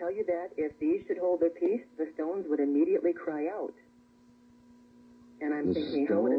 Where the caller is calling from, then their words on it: Lansing, Michigan, United States; I'm calling on 1240 AM News Talk WJIM, Lansing, Michigan.